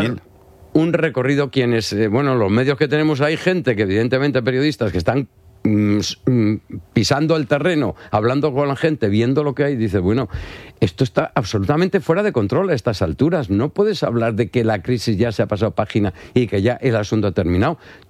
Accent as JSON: {"language": "Spanish", "country": "Spain", "said": "que Ceuta es España, que somos españoles."}